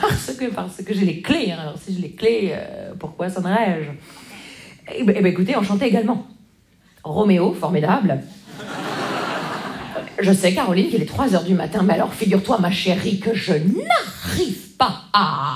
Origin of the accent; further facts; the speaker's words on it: Grand Est, France; Vous savez, moi, je viens des Vosges.